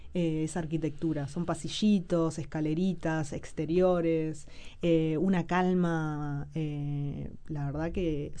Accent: Montevideo, Uruguay; yo soy del Prado

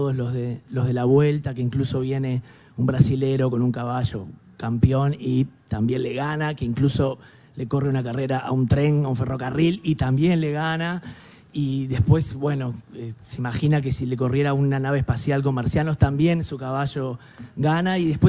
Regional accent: Montevideo, Uruguay; yo soy de Montevideo, no tengo una cultura campestre.

